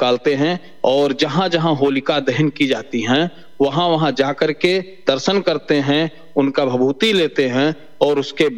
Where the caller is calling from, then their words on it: Khargupur, Uttar Pradesh, India; हमारे खरगोपुर में गोंडा जनपद है, गोंडा जनपद का नगर है खरगोपुर, जो 1904 में अंग्रेजों के समय पे भी टाउन एरिया रहा है